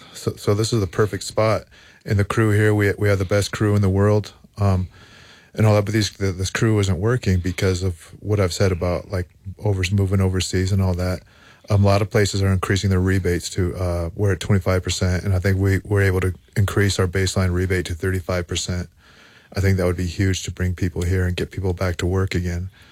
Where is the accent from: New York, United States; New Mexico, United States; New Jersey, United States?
New Mexico, United States; Albuquerque; I think I'd be able to hold strong because I'm from Albuquerque. I love Albuquerque.